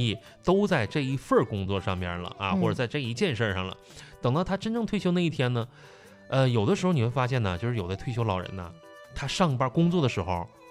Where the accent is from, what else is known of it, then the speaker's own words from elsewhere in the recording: Northeast China, China; accent: slight northern accent; now in Dongguan, China; 我们老家在东北啊